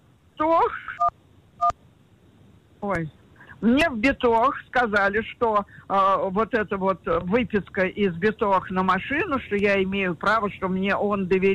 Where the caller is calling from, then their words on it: Tirat Carmel, Haifa District, Israel; я из Тират-Кармель.